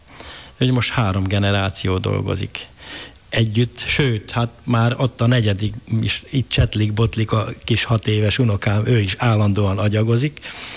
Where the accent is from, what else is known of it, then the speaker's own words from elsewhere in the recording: Komádi, Hajdú-Bihar, Hungary; born there; also born or lived in Budapest / Pécs; Én már itt születtem, Komádi, Bihar megyei községbe, ahol csak néhány napot töltöttem, utána elkerültem Pestre, és a 40-es években Pécsről kerültem ide.